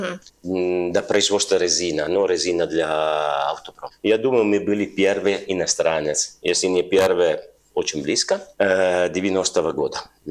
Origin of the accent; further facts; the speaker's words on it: Turin, Piedmont, Italy; Russian is a second language; now in Russia; Италия. Турине – это столица. Район Пьемонте. Пьемонте – это на север-запад, почти на границе Франции.